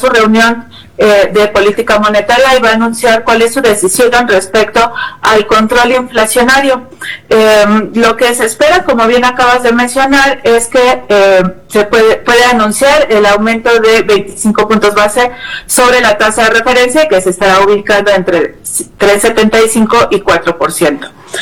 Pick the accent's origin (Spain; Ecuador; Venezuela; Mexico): Mexico; ¿Qué nos interesa como mexicanos?